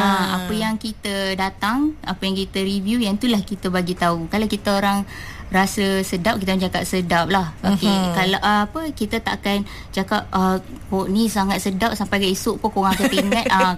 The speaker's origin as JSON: {"language": "Malay", "region": "East Coast", "country": "Malaysia", "said": "saya dari Pantai Timur"}